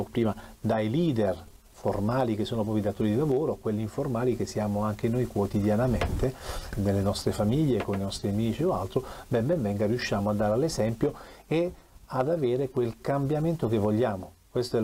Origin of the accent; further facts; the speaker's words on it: Taranto, Apulia, Italy; anche io ho detto … ma non vengo da Assisi, anche io sono di Taranto